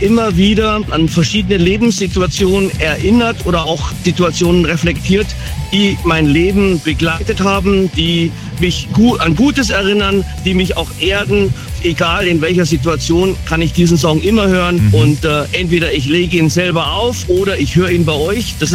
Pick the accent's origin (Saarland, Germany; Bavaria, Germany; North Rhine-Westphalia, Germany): Bavaria, Germany; Ottenhofen; Ich komme aus Ottenhofen in der Nähe von München.